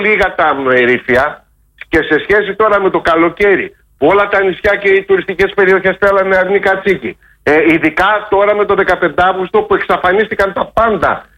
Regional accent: Epirus, Greece; εμείς που μεγαλώσαμε στην Ήπεθρο

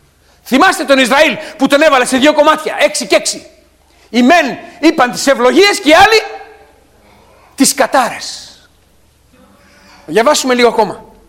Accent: Greece; Επειδή διαλέξαμε σαν έθνος να λατρεύουμε την κτήση μάλλον παρά τον κτήσατα.

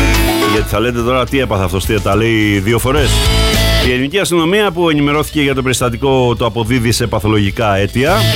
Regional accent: Western Greece, Greece; εδώ στην πατρίδα μου, την Ηλία

